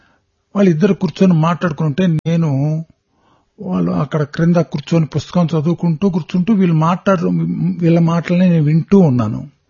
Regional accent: Devarampadu, Andhra Pradesh, India; also born or lived in Perala; మాది ఒంగోలు దగ్గర దేవరంపాడైన కుగ్రామం.

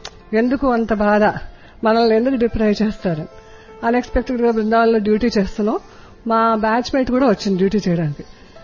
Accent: Hyderabad, Telangana, India; నేను హైదరాబాద్ నుండి వచ్చాను.

